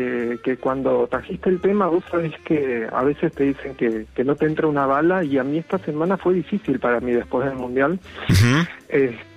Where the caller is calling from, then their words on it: Acassuso, Buenos Aires Province, Argentina; De Acasuso.